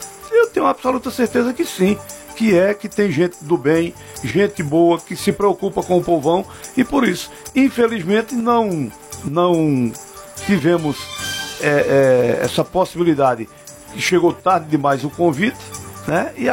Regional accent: Altinho, Pernambuco, Brazil; a minha terra querida, Altinho

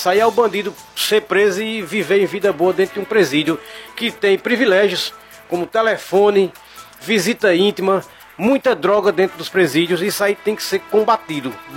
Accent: Caruaru, Pernambuco, Brazil; Sou nascido e criado no Salgado, sou da periferia e conheço de perto as dificuldades

